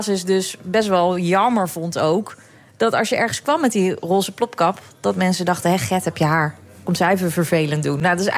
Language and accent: Dutch; The Hague, South Holland, Netherlands; Ik ben oorspronkelijk een Hagenees, maar ondertussen ben ik een Hagenaar.